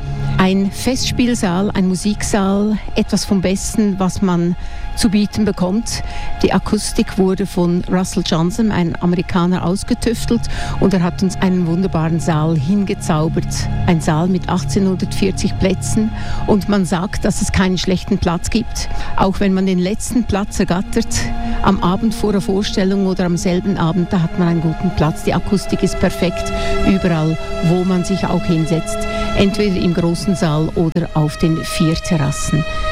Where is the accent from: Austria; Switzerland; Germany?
Switzerland; Lucerne; Ich komme natürlich aus Luzern